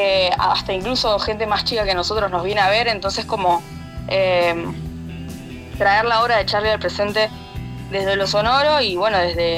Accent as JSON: {"language": "Spanish", "town": "Rosario", "region": "Santa Fe", "country": "Argentina", "said": "Somos de acá, Rosario."}